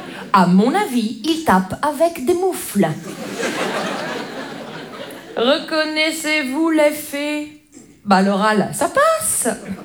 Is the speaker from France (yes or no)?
yes; Grand Est, France; Moi, je viens des Vosges. Les Vosges.